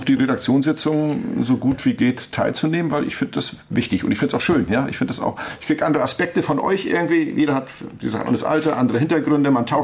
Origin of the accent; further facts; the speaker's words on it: Northern Germany, Germany; Ich kenne das noch aus Norddeutschland. Ich komme aus Norddeutschland